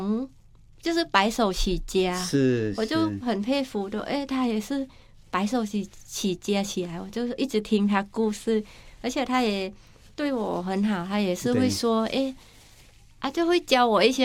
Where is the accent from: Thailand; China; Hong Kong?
Thailand; now in Taiwan; 就是因为我公公他也了解我是从泰国过来，他就每次都是鼓励我